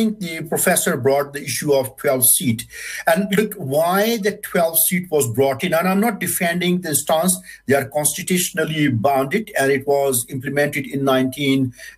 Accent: Rawalpindi, Punjab, Pakistan; English is a second language; I'm from the Rawalpindi, I travel and live there for many years.

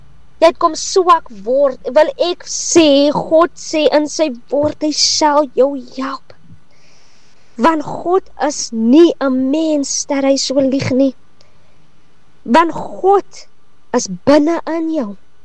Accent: Klawer, Western Cape, South Africa; ek is alipad van Klawer en ek dien by Volle Evangelie Kerk in Klawer.

